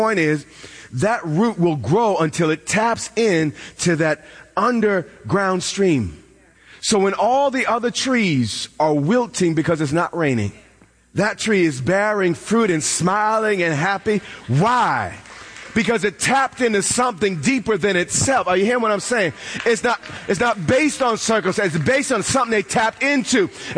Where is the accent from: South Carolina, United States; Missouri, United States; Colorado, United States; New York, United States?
New York, United States; I'm not that Southern. I just like saying root. But I want to say it again. And they had no root. I'm from New York.